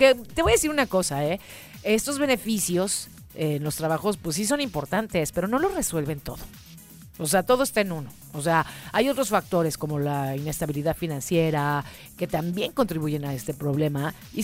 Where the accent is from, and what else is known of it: Mexico